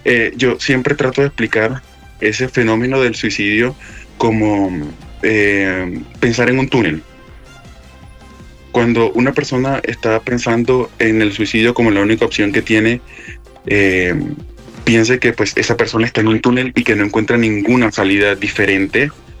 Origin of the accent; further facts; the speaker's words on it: Maicao, La Guajira, Colombia; moved away as an adult; now in Pasto, Colombia; Yo soy nacido y criado en Maicao. Estudié todo el colegio en Maicao y, bueno, ya por temas educativos tuve que desplazarme fuera de la ciudad para poder estudiar.